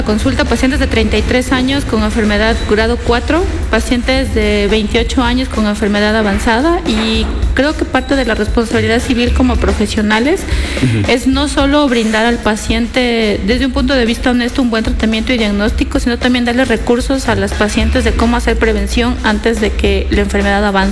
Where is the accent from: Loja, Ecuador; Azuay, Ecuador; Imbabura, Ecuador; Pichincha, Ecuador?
Loja, Ecuador; yo soy lojana, hice medicina general aquí, luego en Quito hice cirugía general y luego fui a México a hacer mi subespecialidad